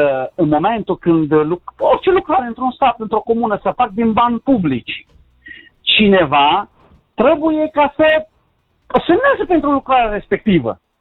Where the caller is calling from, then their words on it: Cluj County, Romania; În județul Cluj.